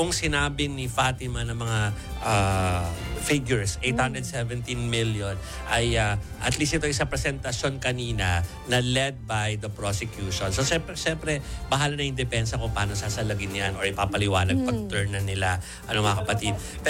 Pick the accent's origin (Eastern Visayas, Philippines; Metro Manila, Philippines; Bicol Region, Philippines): Metro Manila, Philippines; Manila; now in Mandaluyong, Philippines; taga Manila ako, as in Santa Mesa. Pero nag-aaral sa San Juan.